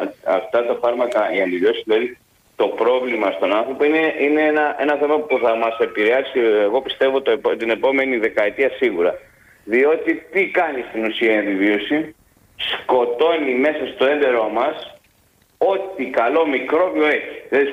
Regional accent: Greece; σαν Έλληνες έχουμε μάθει

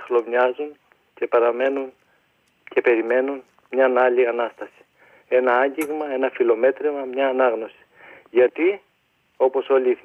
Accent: Greece; moved away; από τα άγραφα από την πατρίδα μου

